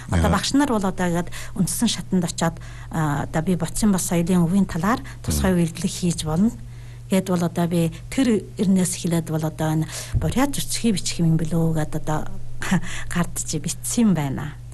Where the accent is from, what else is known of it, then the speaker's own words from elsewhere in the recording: Inner Mongolia, China; манай нутгийн өвөр Монголын